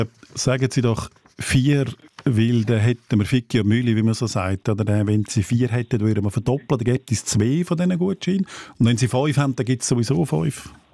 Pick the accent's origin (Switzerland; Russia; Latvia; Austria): Switzerland; Aargau; Ich bin ja ein Aargauer.